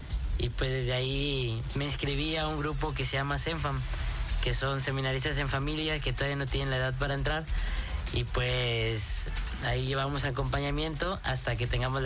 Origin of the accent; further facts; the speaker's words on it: Ciudad Mante, Tamaulipas, Mexico; Bueno, pues … yo soy de aquí, de Ciudad Mante.